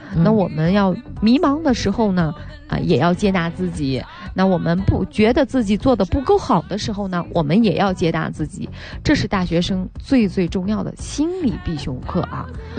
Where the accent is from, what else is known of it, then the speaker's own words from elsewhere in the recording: Yan'an, Shaanxi, China; 我们延安